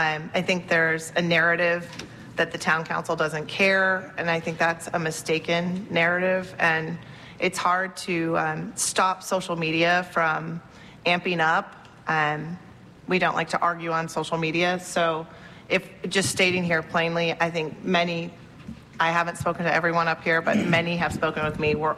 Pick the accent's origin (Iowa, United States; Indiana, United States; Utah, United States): Indiana, United States; Eagle Creek; I grew up on Eagle Creek, so I understand the impact of what happens there. I've been here long enough to remember when the algae bloomed